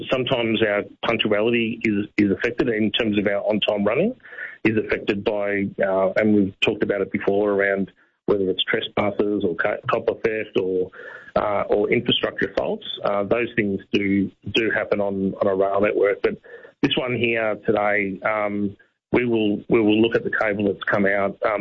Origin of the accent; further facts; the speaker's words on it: Geelong, Victoria, Australia; including myself, that I come from Geelong.